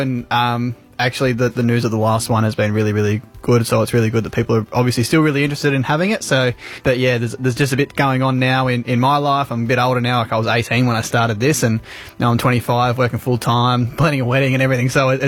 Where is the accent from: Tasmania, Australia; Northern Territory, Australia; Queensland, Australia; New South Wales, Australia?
Tasmania, Australia; Queenstown; also born or lived in Hobart; I grew up on the west coast of Tasmania in Queenstown. I didn't see my hometown till I was about 4 months old.